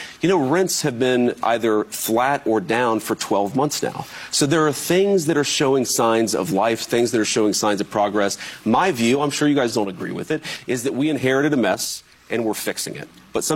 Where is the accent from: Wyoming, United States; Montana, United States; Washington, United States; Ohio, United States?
Ohio, United States; Middletown; that's Middletown, Ohio. That's my hometown, Western Ohio. It was a proud steel town.